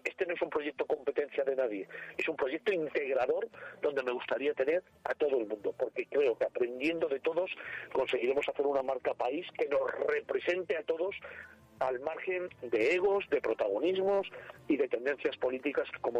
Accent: Madrid, Community of Madrid, Spain; soy de Madrid, ¿eh? Soy de Madrid, ¿vale? Lo que pasa que mi madre era extremeña, fíjate que simbiosis. Mi madre extremeña, mi padre de Jaca, aragonés.

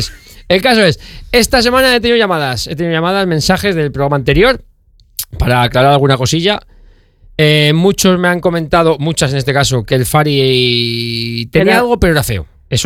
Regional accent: Spain; Es que los españoles, es que saben que somos españoles.

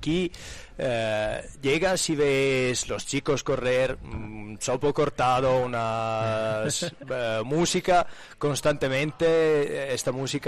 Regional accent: Italy; Spanish is a second language; now in Spain; Además, yo siendo italiano no hablo tan bien español y entonces me costaba un poco, pero bueno, la gente aquí es súper acogedora

